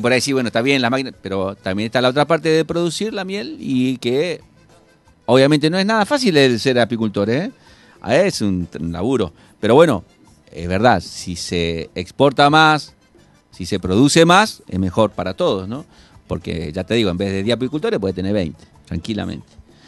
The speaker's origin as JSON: {"language": "Spanish", "country": "Argentina", "said": "nosotros como argentinos"}